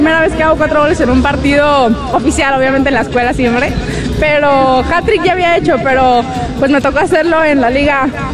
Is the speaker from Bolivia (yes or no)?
no; Mexico; moved away as an adult; now in Costa Rica; yo crecí en México y yo jugaba en Rayadas.